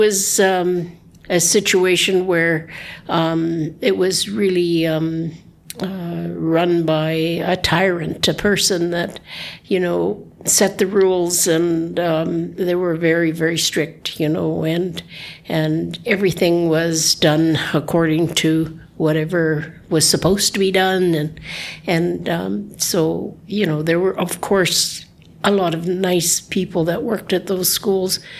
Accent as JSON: {"language": "English", "town": "Whitehorse", "region": "Yukon", "country": "Canada", "tie": "born or raised there", "said": "Well, I was born and raised here in Whitehorse."}